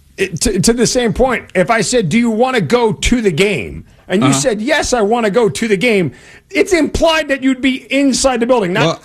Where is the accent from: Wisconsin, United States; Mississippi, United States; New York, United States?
New York, United States; New York City; Can I say this as a New Yorker, a native New Yorker, and somebody who couldn't afford to go to game 3 or 4?